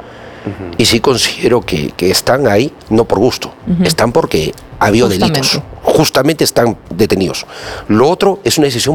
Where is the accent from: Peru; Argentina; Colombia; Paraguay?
Peru; como sociedad y como peruanos.